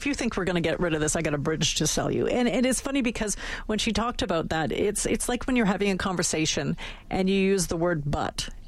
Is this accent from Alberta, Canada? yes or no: yes; Alberta, Canada; I say, hi … I'm Canadian, I talk for a living. So it's just sort of, when you go around the world, you say, yeah, I'm from Canada. Nobody knows where Alberta is, for the most part, in many parts of the world.